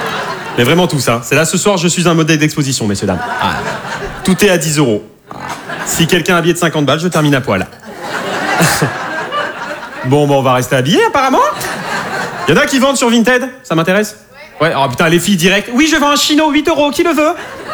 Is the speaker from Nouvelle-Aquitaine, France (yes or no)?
yes; Nouvelle-Aquitaine, France; je viens du bassin d'Arcachon.